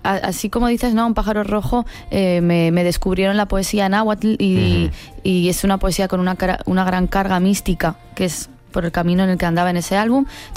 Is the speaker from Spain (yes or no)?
yes; Spain; yo soy española, somos brutos hablando.